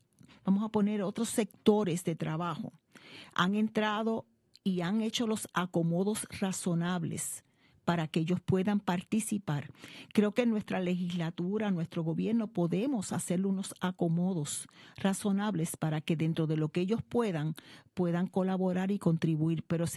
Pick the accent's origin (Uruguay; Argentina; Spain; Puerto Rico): Puerto Rico; San Germán; mi pueblo de San Germán